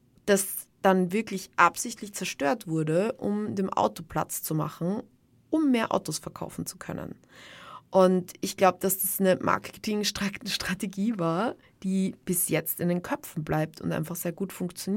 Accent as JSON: {"language": "German", "town": "Graz", "region": "Styria", "country": "Austria", "said": "also ich bin aus Graz und ich habe schon in sehr vielen unterschiedlichen Bezirken gewohnt"}